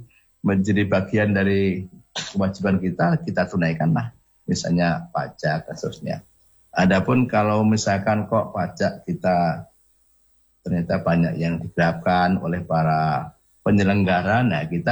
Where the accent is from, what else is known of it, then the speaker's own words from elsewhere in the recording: Lampung, Indonesia; Kita baca sejarahnya bahwa memang tidak kita pungkiri para pendahulu kita, orang Lampung ini juga banyak yang berjuang untuk menjadi negeri yang merdeka